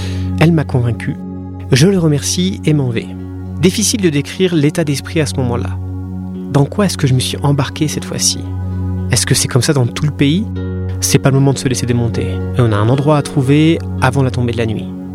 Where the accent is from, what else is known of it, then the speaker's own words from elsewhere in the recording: France; Bonjour, ça va, je suis français.